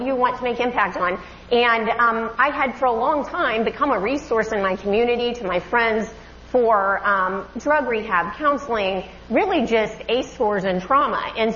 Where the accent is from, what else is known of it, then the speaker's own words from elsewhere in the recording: Oklahoma, United States; my story, that my childhood, and I grew up in Oklahoma, and what I've come to see about my story and my family